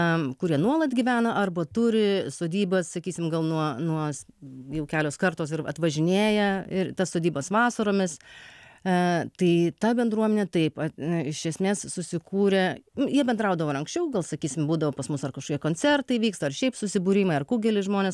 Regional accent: Anykščiai, Utena County, Lithuania; also born or lived in abroad; Aš augau Anykščiuose.

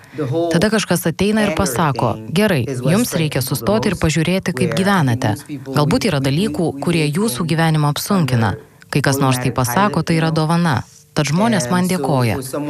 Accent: Comoros; Buvau aukščiausia mergina savo aplinkoje. Aš iš Komorų salų, žmonės ten neaukšti. O aš beveik 1,80 m.

